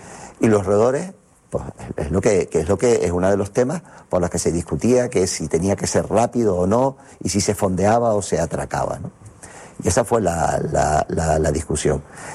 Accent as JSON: {"language": "Spanish", "region": "Canary Islands", "country": "Spain", "said": "vivimos en islas, somos canarios"}